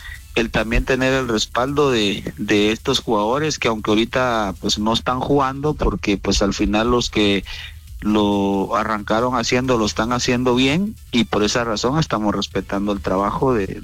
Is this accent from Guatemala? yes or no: yes; Guatemala